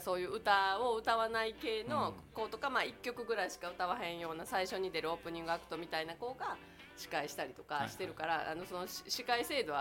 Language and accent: Japanese; Takatsuki, Osaka, Japan; あのね、まず歌巻っていう、私の地元の高槻っていうところでやってるイベントがあるんです、毎月1回ね。